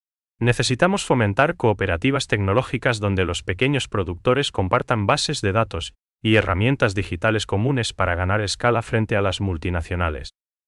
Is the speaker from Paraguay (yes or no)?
yes; Paraguay